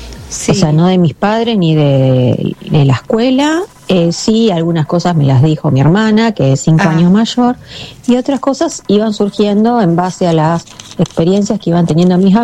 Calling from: Rosario, Santa Fe, Argentina; de Rosario de Acuario.

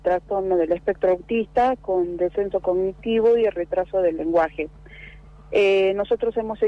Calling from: Comodoro Rivadavia, Chubut, Argentina

